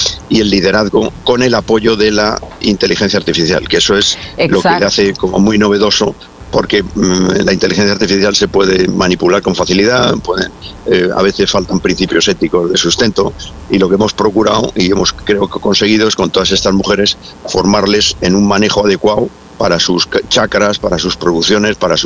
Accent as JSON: {"language": "Spanish", "country": "Spain", "said": "en mi país, que es España"}